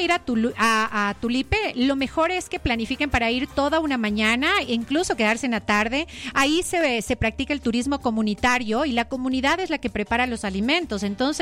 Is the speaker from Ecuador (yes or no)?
yes; Ecuador